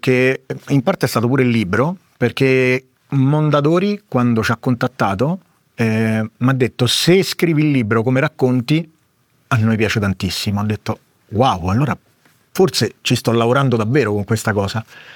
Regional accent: Rome, Lazio, Italy

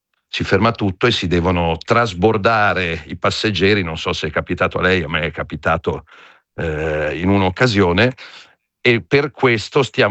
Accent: Milan, Lombardy, Italy; lo dico da milanese

